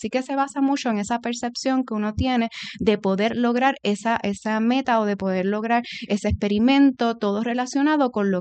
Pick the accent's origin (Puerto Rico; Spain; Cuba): Puerto Rico; Lares; born there; now in Trujillo Alto, Puerto Rico; yo nací en Lares y actualmente estoy residiendo en Trujillo Alto